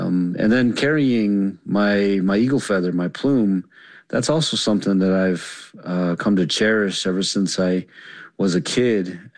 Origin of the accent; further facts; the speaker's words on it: Whiteriver, Arizona, United States; I was born in White River, Arizona. It's a little town of maybe 12,000 people. It's the main center of the White Mountain Apache tribe. I was born at the Indian Health Service